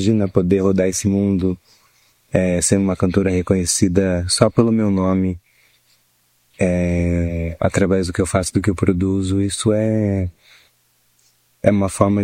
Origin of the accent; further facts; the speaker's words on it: Brazil; Eu sou brasileira